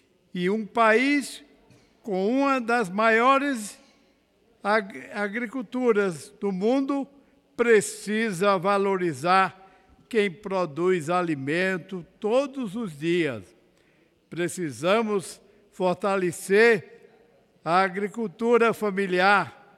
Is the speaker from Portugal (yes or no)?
no; Paraíba, Brazil; E eu digo isso também como paraibano.